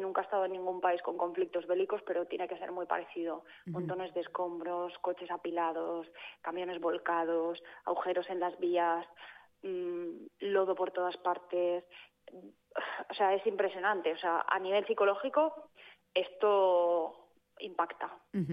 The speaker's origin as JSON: {"language": "Spanish", "town": "Pedralba", "region": "Valencian Community", "country": "Spain", "tie": "born or raised there", "said": "llegué a Pedralba, que como te digo es mi pueblo. Y te voy a contar cómo es mi realidad aquí, lo que yo he vivido estando fuera"}